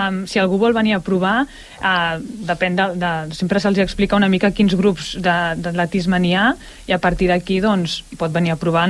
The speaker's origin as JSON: {"language": "Catalan", "region": "Catalonia", "country": "Spain", "said": "com a bona catalana."}